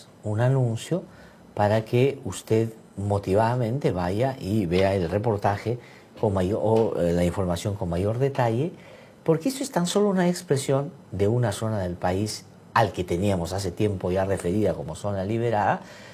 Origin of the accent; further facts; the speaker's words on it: Amazonas, Peru; porque mi tierra Amazonas es el Perú